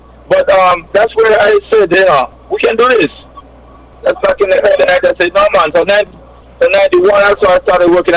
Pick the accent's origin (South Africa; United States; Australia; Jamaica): Jamaica; Colgate; I am from Colgate, yes.